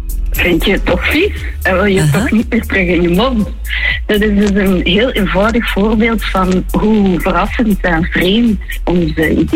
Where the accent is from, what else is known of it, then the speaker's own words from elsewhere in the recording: Ghent, Flanders, Belgium; Als echte Gentenaar hoef je daar niet altijd te